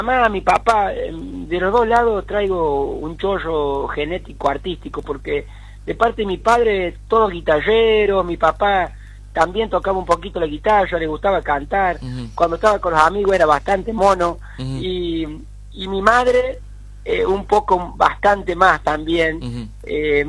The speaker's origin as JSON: {"language": "Spanish", "town": "Sebastián Elcano", "region": "Córdoba", "country": "Argentina", "tie": "born or raised there"}